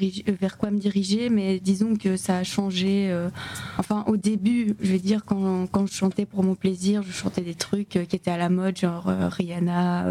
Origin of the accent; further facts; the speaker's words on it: Luttre, Wallonia, Belgium; je viens de Lutre, donc c'est entre Charleroi voilà. Et Nivelles.